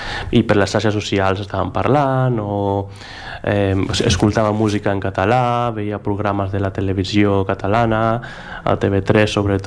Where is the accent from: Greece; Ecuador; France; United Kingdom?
Greece; Catalan is a second language; now in Spain; Doncs jo també sóc de Grècia, sóc d'aquí, sóc... són parts meves, totes dues.